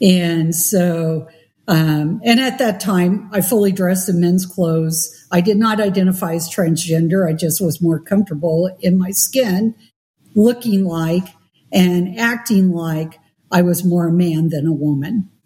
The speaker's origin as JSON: {"language": "English", "town": "Seattle", "region": "Washington", "country": "United States", "said": "Well, remember, I'm from Seattle."}